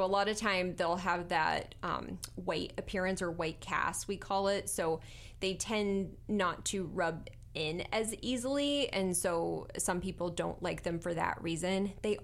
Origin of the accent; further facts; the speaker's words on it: Virginia, United States; so I grew up in Virginia, rural Virginia, and every gas station had a tanning bed booth.